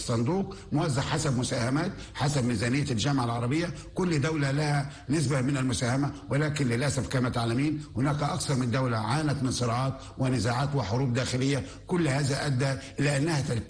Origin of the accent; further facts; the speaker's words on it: Egypt; باعتباري ان مصري